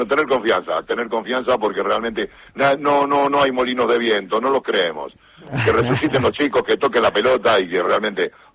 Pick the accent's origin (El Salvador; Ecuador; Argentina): Argentina; now in Spain; años viviendo en España. Sí, toda una vida, mis hijos nacieron aquí, todo. Pero evidentemente, Argentina sobre todo. Yo soy argentino y muero por Argentina.